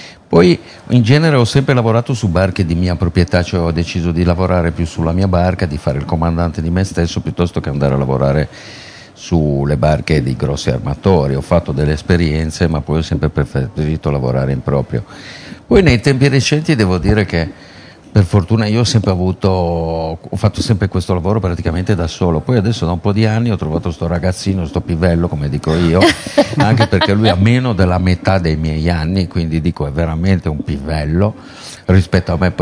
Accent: Savona, Liguria, Italy; Noi siamo savonesi, ecco, cioè Genova è la grande mamma per me, però noi siamo di Savona, proprio, che è una piccola provincia della Riviera Ligure.

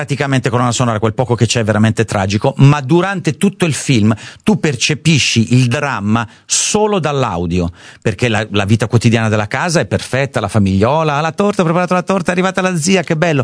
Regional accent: Southern Italy, Italy; Diciamo che sono un terrone, sono uno di quei vecchi dei ancora sopravvissuti

